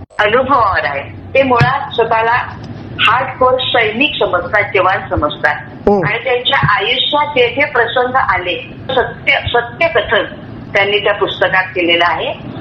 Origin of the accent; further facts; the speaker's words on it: Nagpur, Maharashtra, India; मी मुळात नागपूरची, बाहेर नागपूरचं, माझं शिक्षण नागपूरच्या सोमलवार शाळेत झालं